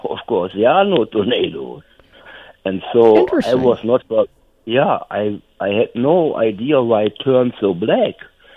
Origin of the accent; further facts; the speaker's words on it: North Rhine-Westphalia, Germany; I grew up in North Rhine-Westphalia.